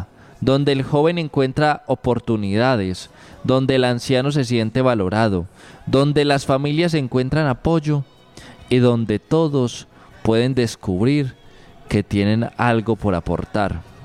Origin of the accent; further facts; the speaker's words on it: Antioquia, Colombia; Hoy quiero dejar una pregunta especialmente para nosotros como antioqueños y como colombianos.